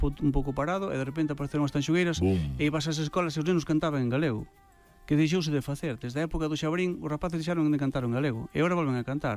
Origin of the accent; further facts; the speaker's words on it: Galicia, Spain; Pero sí que costa, porque bueno, somos galegos, Sabes, somos galegos e sempre hai quen di que é do mío.